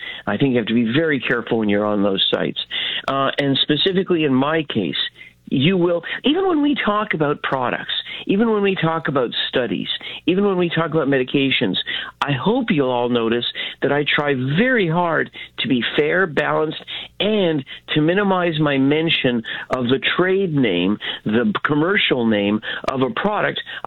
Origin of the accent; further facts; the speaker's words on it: Canada; I'm Canadian. I know I should be used to it.